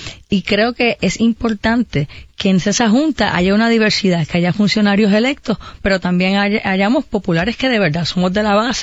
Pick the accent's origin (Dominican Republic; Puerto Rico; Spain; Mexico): Puerto Rico; Caguas; Caguas, Puerto Rico, centro y corazón.